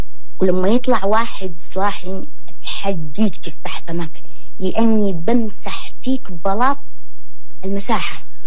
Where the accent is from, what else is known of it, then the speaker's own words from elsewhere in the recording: Taiz, Taiz Governorate, Yemen; وأنا من نصف من تعز